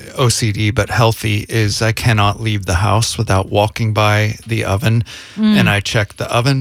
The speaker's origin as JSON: {"language": "English", "region": "Pacific Northwest", "country": "United States", "tie": "born or raised there"}